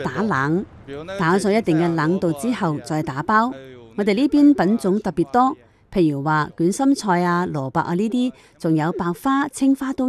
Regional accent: Thailand; 我们泰国人是很喜欢云南菜的，一般高级的酒店都喜欢我们云南菜。

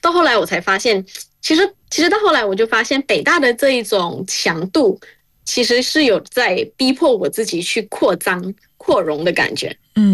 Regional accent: Malaysia; now in China; 那相较马来西亚呢，我们其实教育氛围会更强调多元跟平衡，因为我们有三大民族嘛，那我们在这个多元的环境中长大，我们有不一样的语言

